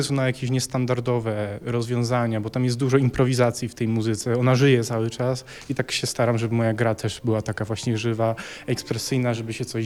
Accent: Lesser Poland, Poland; now in Poznań, Poland; jestem z Podhala, moi rodzice są z Podhala

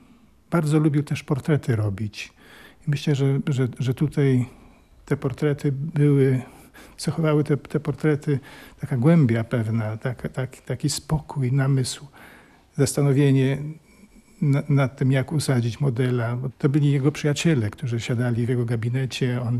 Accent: Toruń, Kuyavian-Pomeranian Voivodeship, Poland; born there; moved away as an adult; also born or lived in Wrocław; now in Kraków, Poland; myśmy z rodziną, z moim ojcem, mamą mieszkali najpierw we Wrocławiu. Ja się urodziłem we Wrocławiu. Potem, gdy miałem 10 lat, pojechaliśmy do Torunia, gdzie ojciec zaczął pracować.

